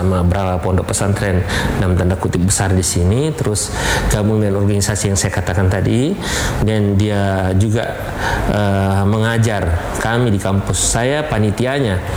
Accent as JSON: {"language": "Indonesian", "area": "Duri", "region": "South Sulawesi", "country": "Indonesia", "also_born_or_lived": "Pinrang", "said": "satu kampung, sama-sama orang Duri."}